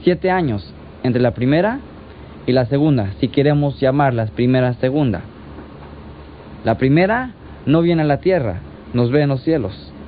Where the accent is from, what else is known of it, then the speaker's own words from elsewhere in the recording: United States; ahorita mismo estamos aquí en paz y nosotros como americanos tenemos la libertad de hacer lo que sea.